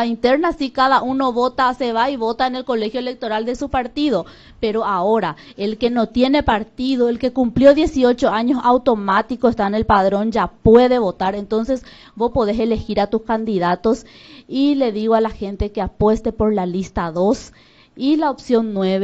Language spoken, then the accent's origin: Spanish; Pedro Juan Caballero, Amambay, Paraguay; nacida y criada en Pedro Juan Caballero